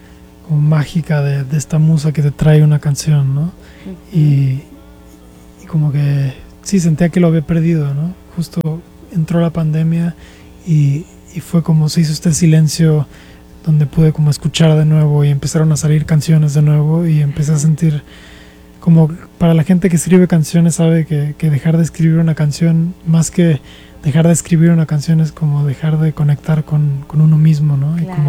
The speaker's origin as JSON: {"language": "Spanish", "region": "Veracruz", "country": "Mexico", "said": "Soy de Veracruz."}